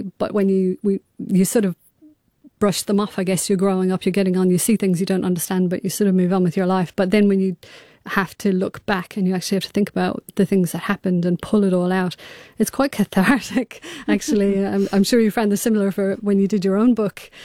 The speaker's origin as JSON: {"language": "English", "country": "Ireland", "tie": "born or raised there", "said": "growing up in Southern Ireland"}